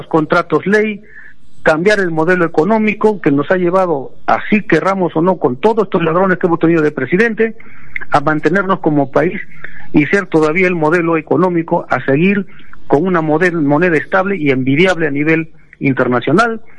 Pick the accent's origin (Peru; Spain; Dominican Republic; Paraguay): Peru